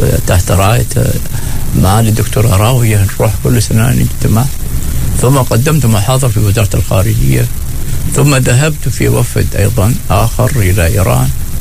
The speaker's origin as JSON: {"language": "Arabic", "country": "Oman", "said": "ولذلك أنا لما كنت في إيران أقول لهم أنا من عمان، قولوا إيش؟ قابوس"}